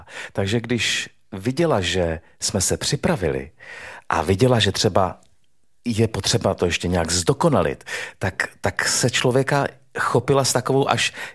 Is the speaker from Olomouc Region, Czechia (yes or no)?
yes; Olomouc, Olomouc Region, Czechia; moved away as an adult; Já jsem z Moravy